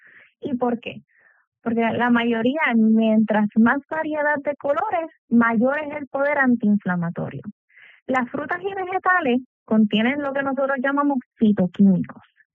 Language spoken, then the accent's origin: Spanish; Puerto Rico; Somos una población puertorriqueña carnívora